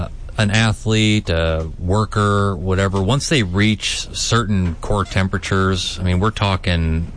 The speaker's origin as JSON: {"language": "English", "country": "Canada", "moved": "yes", "said": "I'm actually from Canada originally, so I speak more in Celsius"}